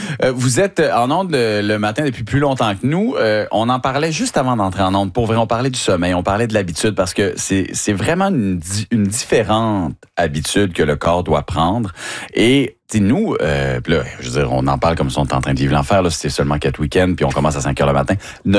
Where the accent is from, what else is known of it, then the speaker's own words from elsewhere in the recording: La Baie, Quebec, Canada; Quand on vient du Saguenay-Lac-Saint-Jean